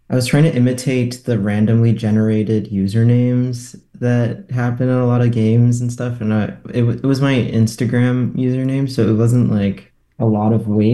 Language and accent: English; Winter Garden, Florida, United States; moved away as an adult; now in Winnipeg, Canada; Winter Garden. It's like a little bit, like maybe 20 minutes drive from Disney. So pretty like Central Florida area. Okay. I moved to Winnipeg almost 3 years ago.